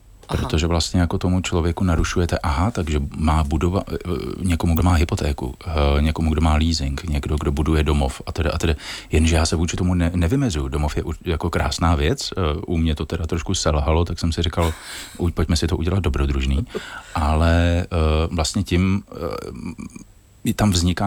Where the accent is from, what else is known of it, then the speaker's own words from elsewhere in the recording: Prague, Czechia; v mé rodilé Praze, protože já jsem vlastně z Vršovic od Edenu